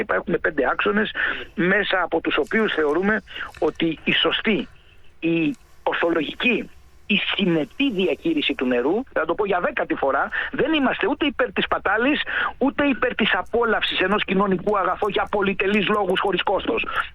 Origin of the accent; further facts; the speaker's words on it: Kefalonia, Ionian Islands, Greece; Ας φέρω ένα παράδειγμα από την ιδιαίτερη πατρίδα μου. Εγώ κατάγομαι από την Κεφαλονιά.